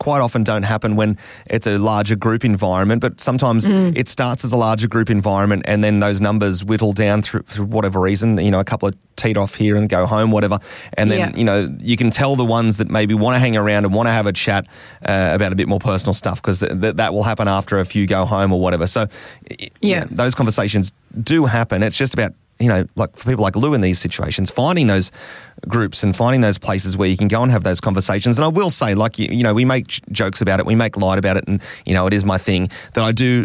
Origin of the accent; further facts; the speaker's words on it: Wollongong, New South Wales, Australia; being born and raised here in Wollongong, growing up in Dapto, did my whole entire school life here.